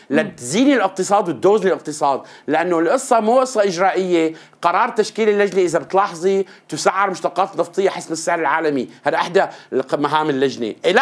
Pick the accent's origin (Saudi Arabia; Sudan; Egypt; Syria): Syria; عندنا بسوريا